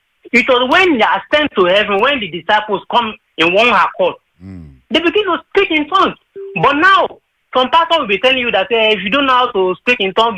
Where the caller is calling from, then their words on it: Lekki, Lagos, Nigeria; I'm calling from Lekki.